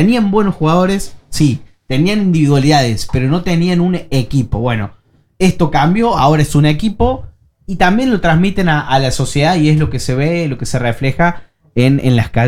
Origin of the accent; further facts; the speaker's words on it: Argentina; moved away as an adult; now in Oslo, Norway; Yo como argentino